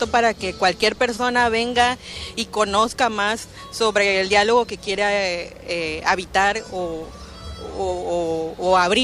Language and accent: Spanish; Tabasco, Mexico; los que nacimos y crecemos en Tabasco sabemos que pues es un lugar lleno de agua